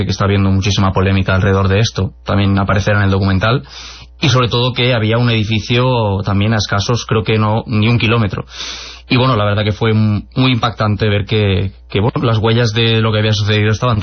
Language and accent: Spanish; Spain; Como dices, es verdad que en otros países, yo personalmente que soy de España, creo que aquí sería una noticia nacional que estaría resonando en todos los lugares.